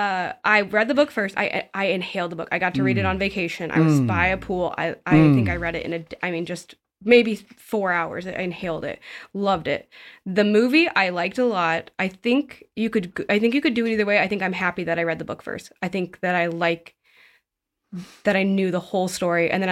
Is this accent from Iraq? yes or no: no; Moline, Illinois, United States; I grew up in Moline